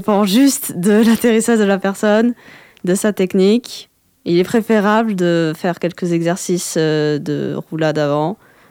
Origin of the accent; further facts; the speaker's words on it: Alès, Occitanie, France; Je suis née à Alès, j'ai grandi dans la campagne... de l'agglomération alésienne, et après je suis revenue en centre-ville.